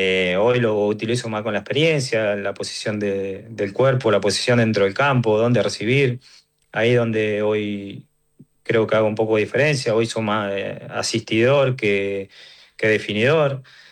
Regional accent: Argentina; como todo argentino, con la expectativa de que sea como el mundial pasado.

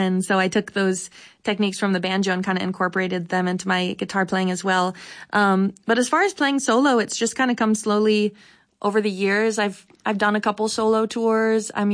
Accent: Silicon Valley, California, United States; I grew up in Silicon Valley and it wasn't typical to be like so into bluegrass music.

